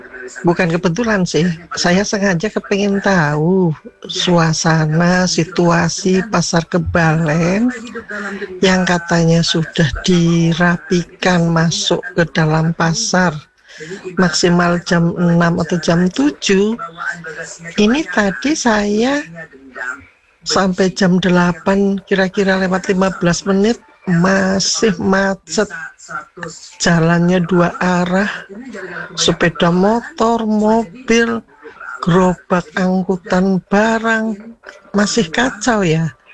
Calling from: Malang, East Java, Indonesia; Sebagai warga Malang

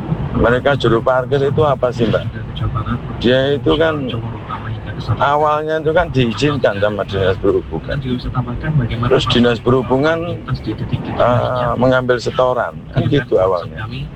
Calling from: Malang, East Java, Indonesia; Kami sebagai warga Malang, Kota Malang ya

